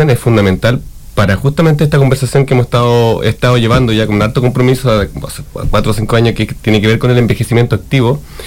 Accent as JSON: {"language": "Spanish", "country": "Chile", "said": "nuestra cultura chilena"}